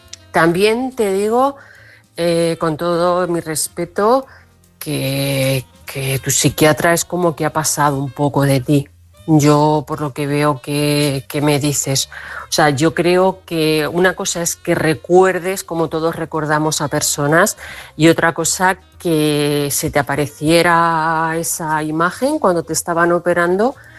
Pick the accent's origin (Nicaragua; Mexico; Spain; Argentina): Spain; Barcelona, Catalonia; born there; now in Toledo, Spain; aunque yo vivo en Toledo, pero yo nací en Barcelona de padres extremeños. Ellos se fueron a Barcelona a trabajar